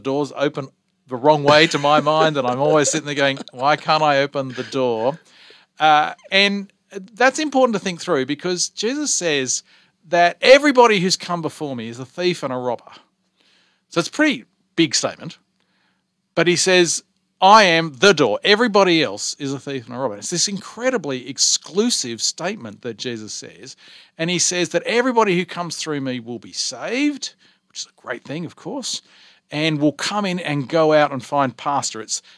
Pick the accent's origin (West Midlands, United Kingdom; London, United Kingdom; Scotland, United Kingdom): London, United Kingdom; Wembley; I do. I was born in England. I grew up in Wembley.